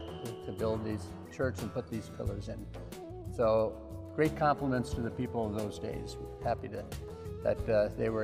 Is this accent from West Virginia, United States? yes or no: no; Wisconsin, United States; Well, I'm originally from Wisconsin